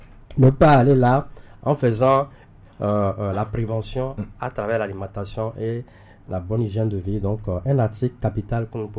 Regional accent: Togo; chez nous au Togo

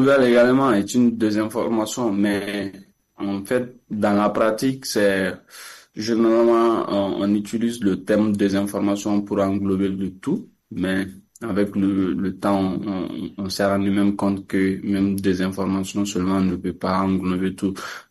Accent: Mali; chez nous, au Mali

